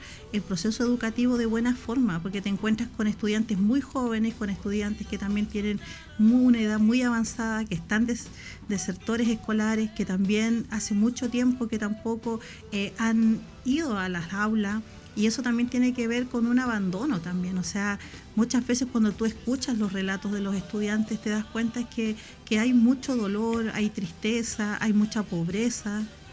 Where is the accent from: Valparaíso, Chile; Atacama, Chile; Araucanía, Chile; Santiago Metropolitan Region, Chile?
Atacama, Chile; now in Osorno, Chile; yo, como les comentaba, no soy de acá de Osorno, yo soy del norte, de la tercera región